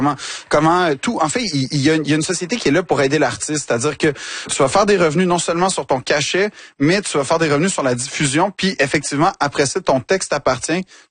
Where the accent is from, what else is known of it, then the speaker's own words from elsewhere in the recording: Quebec, Canada; mais je réalise à quel point le Québec, c'est ma vie, en fait. Quand je dis que je suis québécois jusqu'au bout des doigts, mais c'est, je le sens à tous les jours.